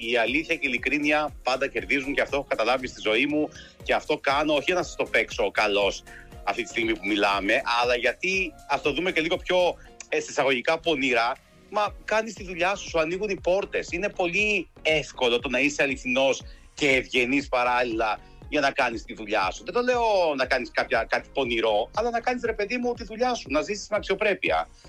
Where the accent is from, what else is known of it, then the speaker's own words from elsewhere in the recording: Xanthi, Eastern Macedonia and Thrace, Greece; moved away; χαρούμενος πραγματικά που έρχομαι στον τόπο μου.